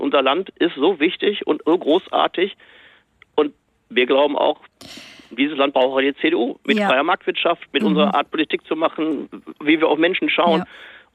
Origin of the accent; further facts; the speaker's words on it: North Rhine-Westphalia, Germany; Ich komme aus dem Ruhrgebiet. Ich weiß, was solche Transformationsprozesse auch mit einer Gesellschaft machen.